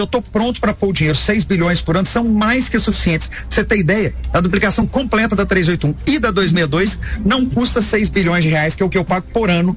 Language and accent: Portuguese; Minas Gerais, Brazil; Eu sou mineiro, mineiro não gosta de dar cana em ninguém.